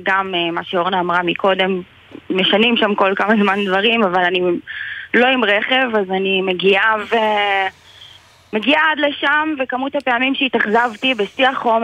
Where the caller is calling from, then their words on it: Tel Aviv, Tel Aviv District, Israel; אני מתל אביב